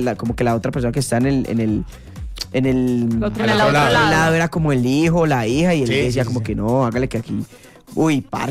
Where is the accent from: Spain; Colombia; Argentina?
Colombia; Antioquia; mi familia es de. Yo soy de Oriente.